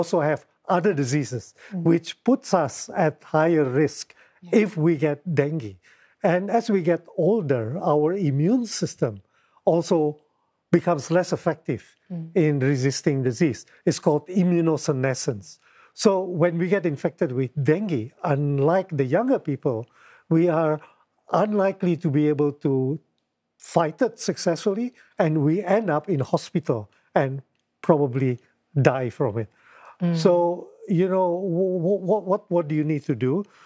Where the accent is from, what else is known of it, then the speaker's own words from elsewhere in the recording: Indonesia; I come from Indonesia. We have 17,000 islands.